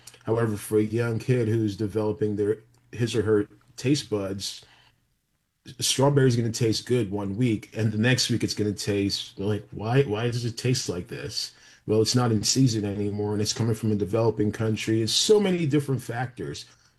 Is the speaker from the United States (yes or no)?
yes; New York City, New York, United States; growing up in New York City, for a lot of us, we're taught they're rats with wings, basically.